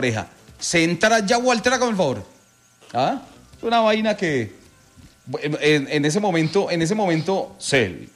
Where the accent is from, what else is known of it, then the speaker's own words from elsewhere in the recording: Tolima, Colombia; mi papá y mi mamá son de sangre boyacense. O sea, yo soy del Tolima, pero tengo sangre de Boyacá también.